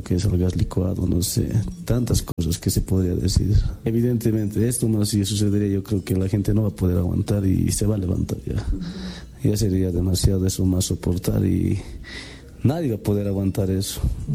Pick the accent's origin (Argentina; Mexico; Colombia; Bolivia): Bolivia; yo le diría, como boliviano, ¿no?